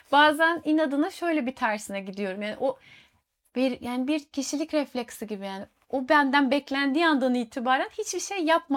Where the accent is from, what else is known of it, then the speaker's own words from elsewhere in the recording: Kuşadası, Aydın, Turkey; moved away; also born or lived in İzmir; Ben İzmir'de okudum 7 sene. Kuşadası'nda büyüdüm. İzmir'de okudum ve tam bütün İzmirlilerin böyle bir yaşamda ağırdan alma, zamanla kavga vermeme halini içimde hissetmiş birisiyim. O yüzden Akdeniz insanı belirtilerim.